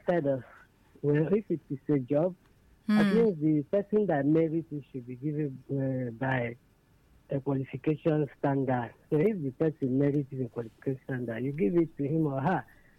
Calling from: Ebonyi, Nigeria; I'm from Ebonyi State.

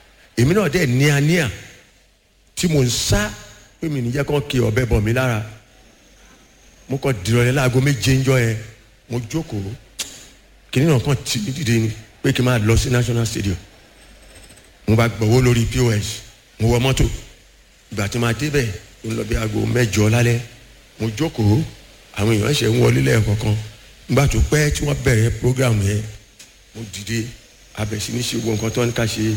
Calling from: Ipaja, Lagos, Nigeria; mo wa lati Mosan Abidap ni Ipaja

